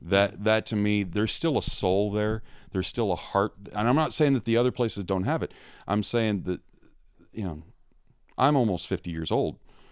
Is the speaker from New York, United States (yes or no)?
no; Dallas, Texas, United States; Well, I grew up in Dallas. Grew up in Dallas, went to school in Lubbock, and I do a lot of playing in Houston, San Antonio, and Austin now.